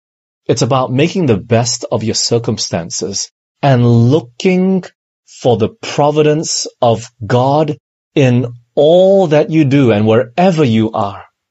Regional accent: Penang, Malaysia; also born or lived in Singapore / England; I was born in Singapore. I'm actually Malaysian, but I was born in Singapore, and right after that we moved back to Malaysia here. We're in Penang for 2 years. And then after that, we moved to England for 5 years.

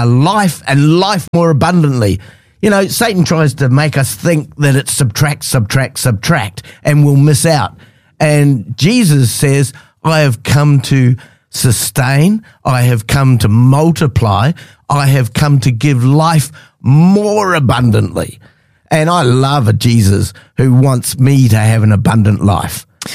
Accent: New Zealand; moved away; I'm from New Zealand originally.

